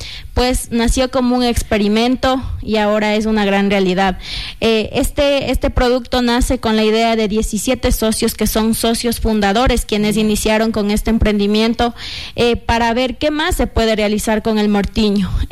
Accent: Sigchos, Cotopaxi, Ecuador; yo vengo del Cantón Sichos, de la comunidad de Quinticucí, donde nace este gran emprendimiento

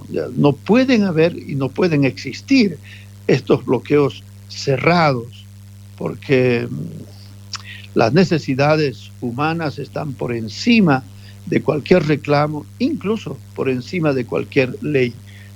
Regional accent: Bolivia; ¿cómo no vamos a reclamar como bolivianos que la gasolina es trucha, es basura?

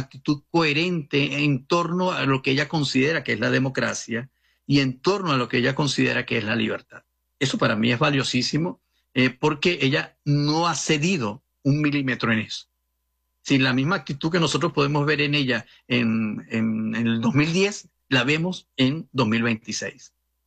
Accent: Venezuela; pero en el fondo nosotros como venezolanos que habitamos el país, todavía no hemos visto los efectos de esa acción de ese día.

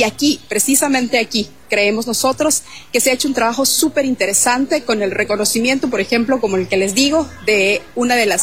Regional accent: Ecuador; que hay que seguirnos reconociendo como un pueblo intercultural, plurinacional, que es la riqueza mayor que tenemos como ecuatorianos.

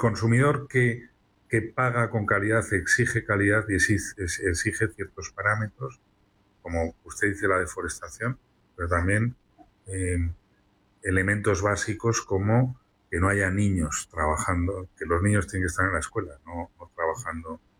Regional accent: Valencia, Valencian Community, Spain; en mi ciudad de origen, en Valencia

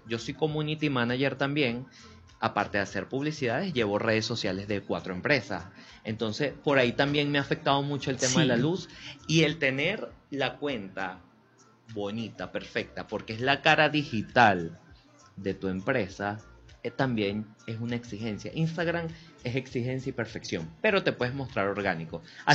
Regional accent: Barquisimeto, Lara, Venezuela; nos identificamos como venezolanos y barquisimetanos.

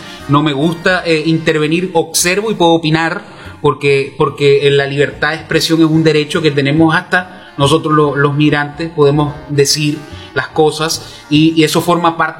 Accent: Venezuela; moved away as an adult; also born or lived in Zulia, Venezuela (studied at university)

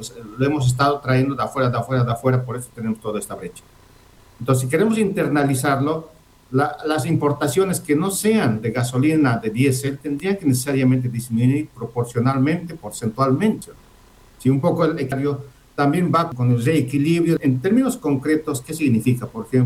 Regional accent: Bolivia; Y esto no quiere decir que nosotros no produzcamos riqueza porque somos ineficientes, porque somos bolivianos

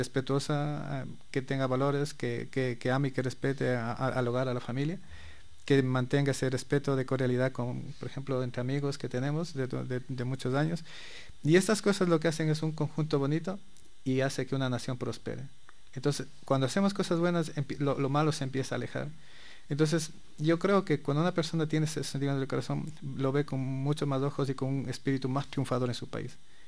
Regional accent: Ecuador; also born or lived in Spain; Porque mi tierra, mi país, tiene estas cosas bonitas, ¿no? Que tenemos varios idiomas aquí también, que es algo que a mí, cuando estuve allá en España, lo valoré muchísimo más, en realidad.

